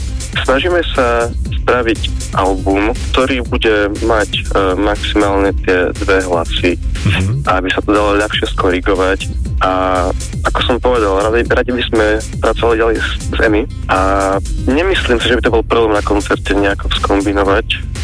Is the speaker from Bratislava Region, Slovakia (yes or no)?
no; Humenné, Prešov Region, Slovakia; Obaja sme z Umeného.